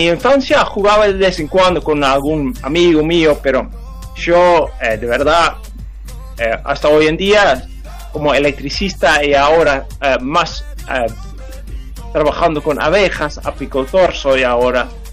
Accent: Aalsmeer, North Holland, Netherlands; Spanish is a second language; moved away as an adult; now in Canelones, Uruguay; nací en Holanda, y parte que en donde yo nací era sobre la costa. Entonces, un lugar muy famoso por los tulipanes de Holanda, y entre los tulipanes nací yo.

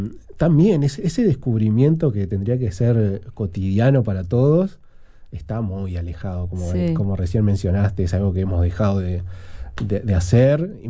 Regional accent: Uruguay

